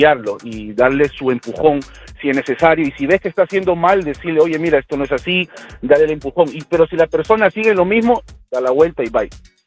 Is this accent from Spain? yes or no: no; Callao, Peru; now in Doral, United States; Tengo la comida en la sangre, soy peruano. Callao, siempre.